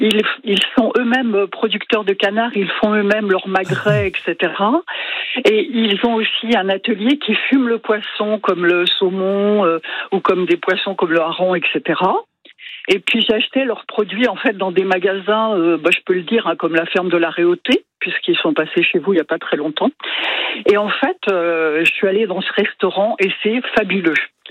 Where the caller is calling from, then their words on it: Rennes, Brittany, France; je vous appelle de Rennes.